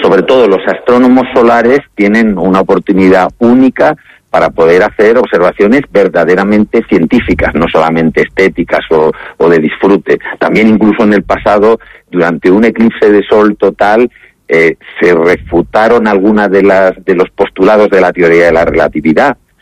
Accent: Madrid, Community of Madrid, Spain; born there; also born or lived in Pedrosa de Río Úrbel; now in Andalusia, Spain; voy allí por raíces familiares, tanto mi padre como mi madre nacieron allí y aunque, bueno, yo ya nací en Madrid

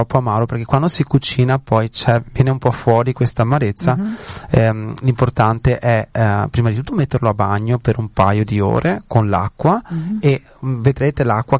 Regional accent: Veneto, Italy; Noi che siamo veneti

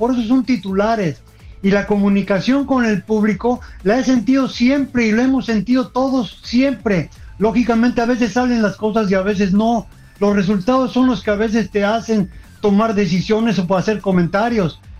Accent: Mexico; somos mexicanos.

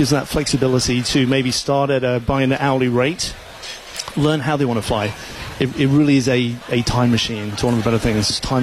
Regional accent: England, United Kingdom; A huge World Cup effect. Yeah, I'm English, so I've been following along too.

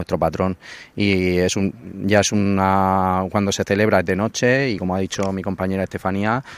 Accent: Callosa de Segura, Valencian Community, Spain; es la casa de todos los callosinos

